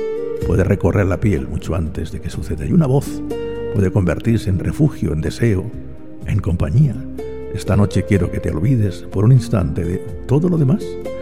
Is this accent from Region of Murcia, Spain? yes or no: yes; Murcia, Region of Murcia, Spain; Murcia, qué hermosa eres mi tierra, 94.6